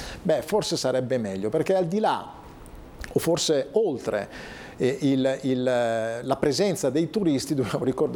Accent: Como, Lombardy, Italy; Io vengo da Como, dove c'è un brand molto affermato, che è Lake Como. Vi dico che da Comasco

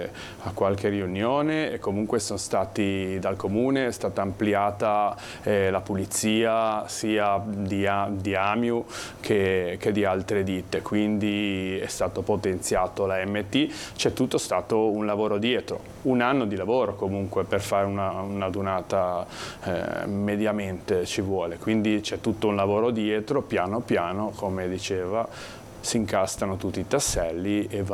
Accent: Genoa, Liguria, Italy; Da genovese le senti di più perché logicamente ce le hai in casa.

